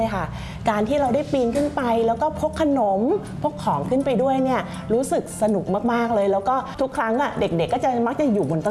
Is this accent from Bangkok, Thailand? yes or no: yes; Bangkok, Thailand; เองนะคะเกิดและเติบโตในกรุงเทพเนาะบ้านก็เป็นบ้านตึกแถว